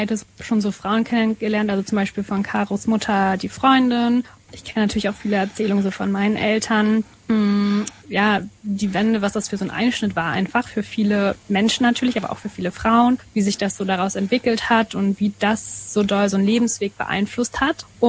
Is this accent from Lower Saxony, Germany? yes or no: no; Cottbus, Brandenburg, Germany; now in Berlin, Germany; Ich komme aus Cottbus ursprünglich.